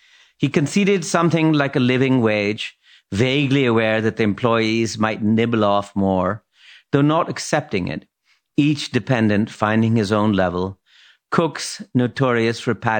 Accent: Lahore, Punjab, Pakistan; English is a second language; I was brought up in Lahore, and we had these, you know, wonderful old, you know, they're called servants, I guess.

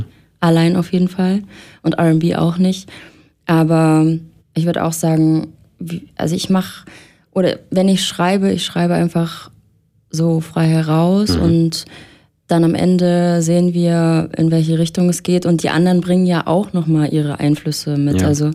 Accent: Erfurt, Thuringia, Germany; now in Leipzig, Germany; ganz ursprünglich komme ich aus Erfurt, aber ich wohne jetzt in Leipzig.

